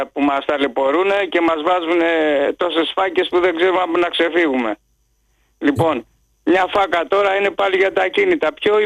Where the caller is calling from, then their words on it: Piraeus, Attica, Greece; είμαι από Πειραιά